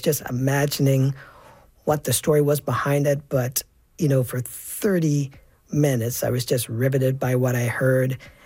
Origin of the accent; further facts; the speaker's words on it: Toronto, Ontario, Canada; this is my music. I was born and raised in Toronto.